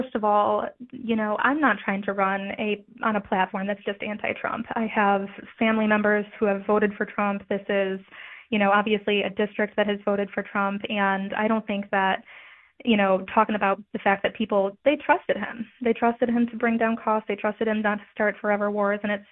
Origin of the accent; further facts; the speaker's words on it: Michigan, United States; I grew up in Macomb County. I grew up here. My husband and I are raising our three kiddos here, and God willing, I'm going to grow old here.